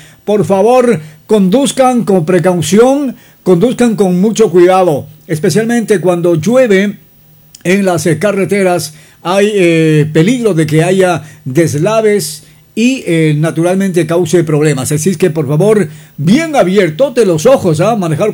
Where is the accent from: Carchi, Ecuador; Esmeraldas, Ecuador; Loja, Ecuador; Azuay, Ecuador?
Esmeraldas, Ecuador; yo como los esmeraldeños no sabemos las calles